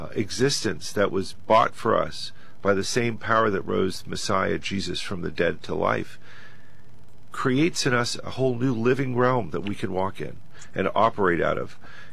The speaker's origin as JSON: {"language": "English", "country": "United States", "said": "I'll say, yes, I am an American."}